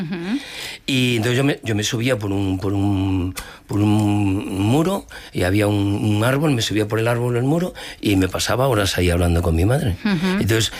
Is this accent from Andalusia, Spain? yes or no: no; Galicia, Spain; yo la verdad es que como gallego que soy y de campo, yo he sido bichero, yo he abierto cosas, ya, la sangre, etcétera. Y después en Galicia, todos los pueblecitos pequeños, el cementerio está al lado de la iglesia